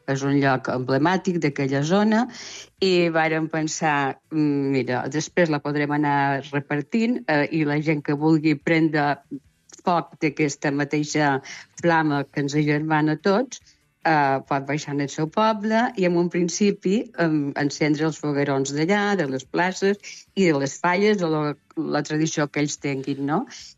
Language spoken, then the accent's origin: Catalan; Balearic Islands, Spain; nosaltres també deim que som mallorquins i parlem català de Mallorca